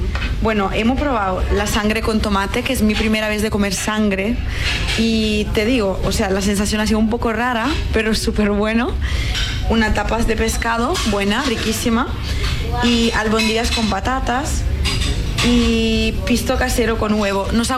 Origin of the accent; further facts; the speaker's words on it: Italy; Spanish is a second language; Pero somos italianas.